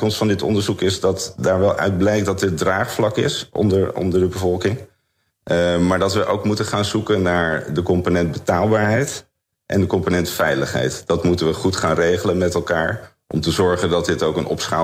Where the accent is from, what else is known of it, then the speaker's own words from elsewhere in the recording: Netherlands; we zijn wel Nederlanders.